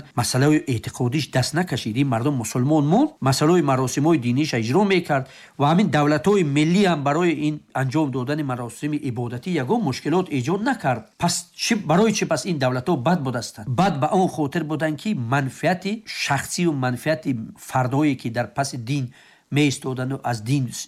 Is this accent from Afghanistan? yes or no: no; Tajikistan; من تاجیک تولد شدم، خب کجای بروم اگر من تاجیک هستم؟ در چین هم زندگی کنم من تاجیک هستم، در امریکا هم زندگی کنم من تاجیک هستم